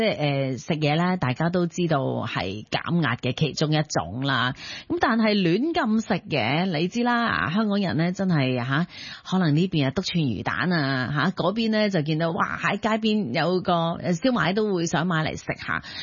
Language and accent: Cantonese; China; 咁係唔係即係我哋中國人係特別容易有嘅？